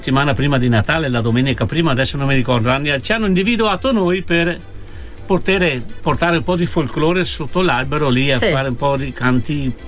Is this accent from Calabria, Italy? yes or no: no; Bassano del Grappa, Veneto, Italy; Il gruppo, noi siamo di Bassano de Grappa e dintorni